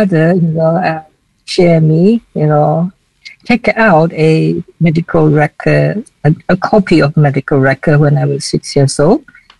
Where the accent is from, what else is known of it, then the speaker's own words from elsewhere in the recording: Taiwan; first language Chinese; English is a second language; I'm from Taiwan, and I am the founder of OII Chinese since 2008.